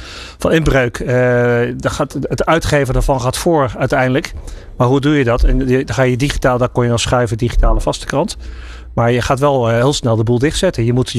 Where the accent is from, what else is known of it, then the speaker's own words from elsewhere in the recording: Netherlands; wij zijn Hollanders